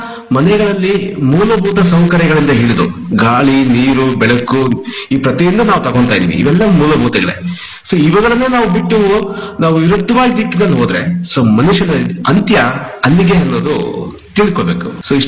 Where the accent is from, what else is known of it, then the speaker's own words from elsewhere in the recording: Kolar, Karnataka, India; ನಾನು ಮೂಲತಃ ಕೋಲಾರ.